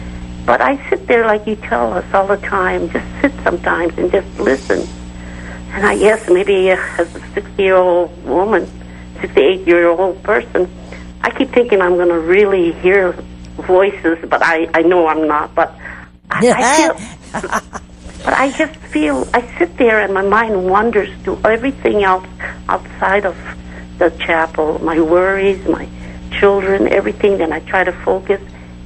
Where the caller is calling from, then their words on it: Modesto, California, United States; Modesto, California, Mother.